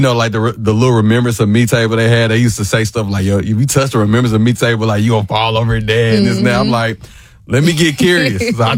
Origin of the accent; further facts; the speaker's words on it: Huntsville, Alabama, United States; also born or lived in Decatur, Alabama; now in Atlanta, United States; I'm from Alabama, Huntsville, Decatur, yes. You know what I'm saying? 256.